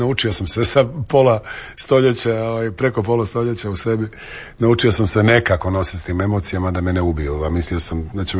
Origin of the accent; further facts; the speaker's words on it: Zagreb, City of Zagreb, Croatia; I ne volim to kad rade u mom rodnom gradu ljudima koji su došli od nekud